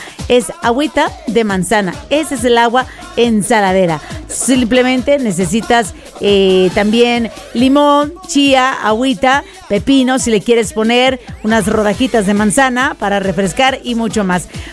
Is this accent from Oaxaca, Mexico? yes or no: no; Mazatlán, Sinaloa, Mexico; hemos alcanzado tan solo en mi tierra, en Mazatlán, Sinaloa, unas temperaturas